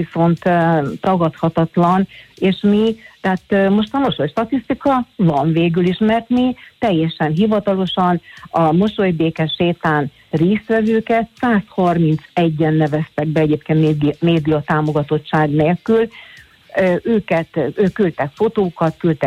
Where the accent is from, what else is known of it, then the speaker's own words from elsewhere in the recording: Hungary; hogy magyarok vagyunk, hiszen hát ide születtünk, itt a hazánk, a házunk, a kertünk, és nem magyarkodunk, hanem magyarok vagyunk.